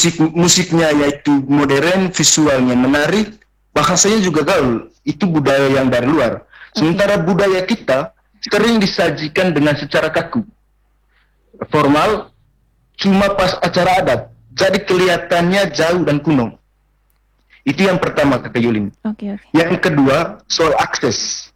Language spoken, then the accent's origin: Indonesian; Manggarai, East Nusa Tenggara, Indonesia; Itu ketakutan terbesar saya sebagai orang Manggarai, lebih khusus sebagai pewaris budaya.